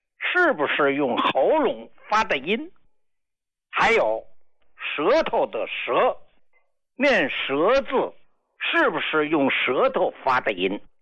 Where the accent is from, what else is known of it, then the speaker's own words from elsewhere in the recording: China; 可不是因为咱们都是中国人，咱们坐一块儿，在这自吹自擂，没啥意义。